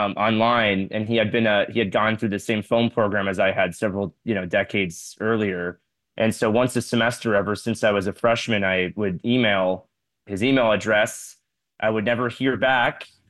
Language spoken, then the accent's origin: English; Florida, United States; I grew up in Florida. I didn't have a lot of friends that were interested in making movies for the most part. And I lived in a pretty remote, you know, a part of Florida. I lived in near the Everglades Holiday Park.